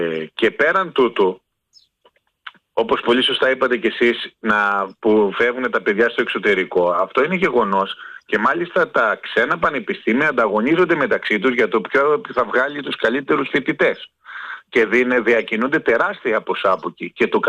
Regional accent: Greece

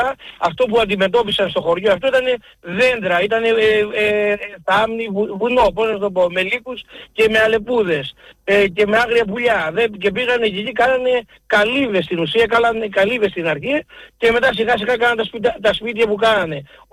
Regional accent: Greece; born there; Αλλά το δικό μας το χωριό είναι από το 1923 και είναι αμιγώς ποντιακό χωριό Μπαμπαλιό.

